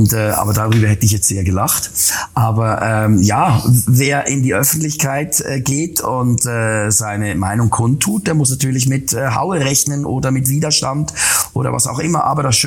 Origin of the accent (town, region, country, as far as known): Switzerland